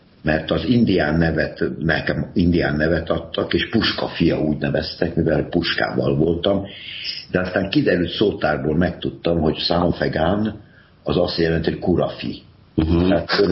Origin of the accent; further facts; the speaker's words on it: Budapest, Hungary; moved away; also born or lived in Debrecen / Balaton (Ábrahámhegy); Budapesti vagyok, származásom szerint, de Debrecenben nősültem. Tehát Debrecenben is van egy lakótelepi lakásunk, a párommal és a gyerekekkel